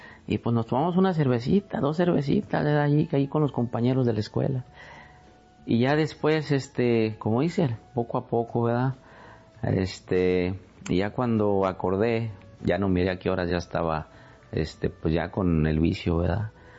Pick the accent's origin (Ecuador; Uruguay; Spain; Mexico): Mexico; Yo venía de México, yo soy de México, ¿verdad?